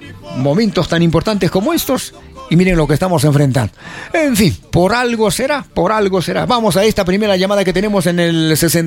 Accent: Arequipa, Peru; como buenos arequipeños que somos

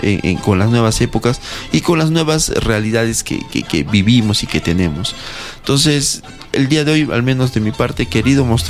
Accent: Arequipa, Peru; nosotros podamos seguir diciendo que somos arequipeños

